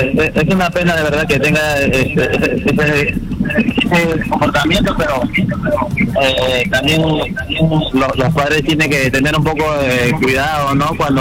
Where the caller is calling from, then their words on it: Lima, Peru; De Comas, ahorita